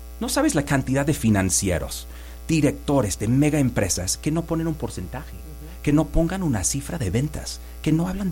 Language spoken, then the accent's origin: Spanish; London, United Kingdom; Spanish is a second language; now in Mexico; Yo soy de Londres, perdón este acento. Ya mexicano de corazón, Marta. Sí, mis hijos mexicanos, varios años aquí.